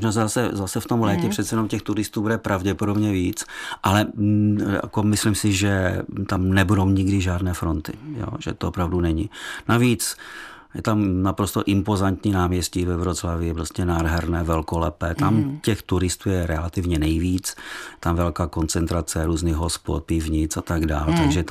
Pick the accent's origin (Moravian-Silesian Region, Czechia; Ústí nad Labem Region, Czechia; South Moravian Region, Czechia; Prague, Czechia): Moravian-Silesian Region, Czechia; Ostrava; now in Karviná, Czech Republic; A já si nech z Ostravy.